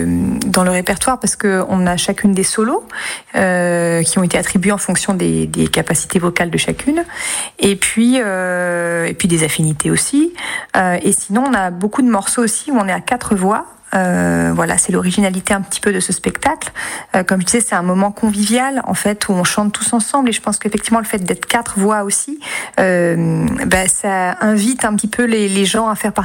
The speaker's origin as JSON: {"language": "French", "town": "Beaune", "region": "Bourgogne-Franche-Comté", "country": "France", "tie": "born or raised there", "said": "Moi, je suis originaire de Beaune"}